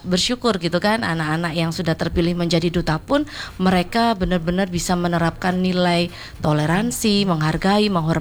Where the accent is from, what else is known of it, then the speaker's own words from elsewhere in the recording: Java, Indonesia; Kami kan orang Jawa begitu kan ya.